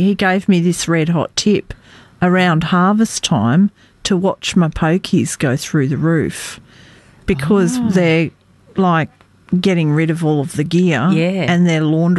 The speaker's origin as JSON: {"language": "English", "country": "New Zealand", "tie": "born there", "said": "The hospital I was born in New Zealand was demolished as well."}